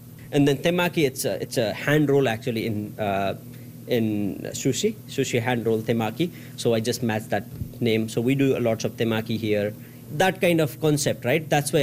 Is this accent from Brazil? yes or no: no; Nepal; moved away as an adult; now in Canada; I'm from Nepal.